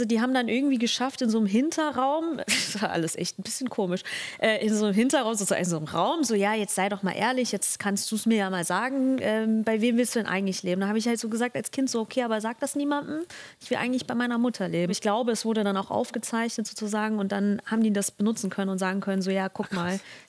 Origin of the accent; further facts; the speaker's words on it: Germany; Also am Ende bin ich halt schon in Deutschland groß geworden. Das ist halt einfach so hier mein Land irgendwo.